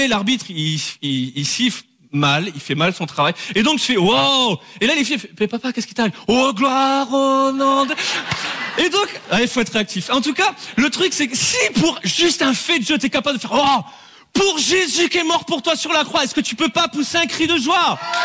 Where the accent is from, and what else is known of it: Bordeaux, Nouvelle-Aquitaine, France